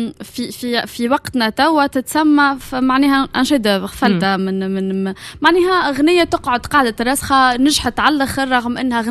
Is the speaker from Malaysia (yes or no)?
no; Tunisia